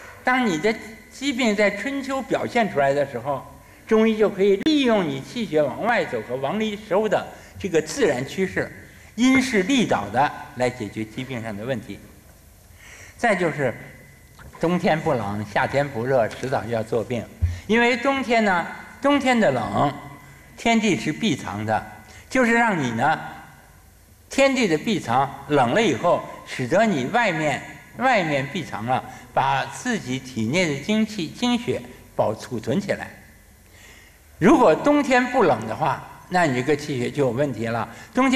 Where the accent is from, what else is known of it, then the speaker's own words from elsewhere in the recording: China; 我们中国人有很多老理儿。